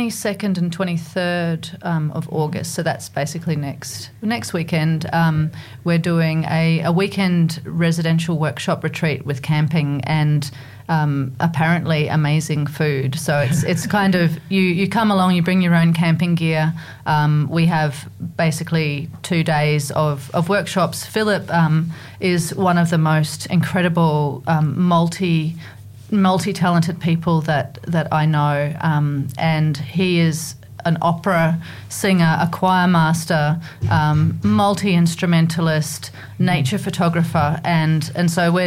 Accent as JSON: {"language": "English", "country": "Australia", "tie": "born or raised there", "also_born_or_lived": "New Zealand / Slovenia / Brisbane", "said": "3.5 years in Slovenia, which is part of former Yugoslavia. Mm. But yes, I am originally from New Zealand, grew up in Australia"}